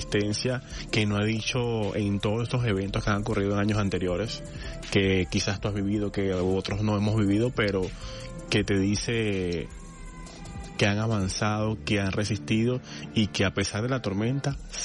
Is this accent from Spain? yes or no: no; Venezuela; nosotros como venezolanos